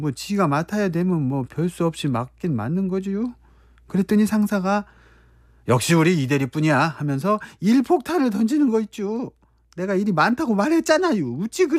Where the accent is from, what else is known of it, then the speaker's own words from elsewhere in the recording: Anmyeondo, South Chungcheong, South Korea; now in Seoul, South Korea; 저 루미 씨, 내가 안면도에서 태어난 충청도 사나이잖아요. 우리 동네 사람들은 그 상대 기분 생각해서 말을 돌려 하는 거 알죠?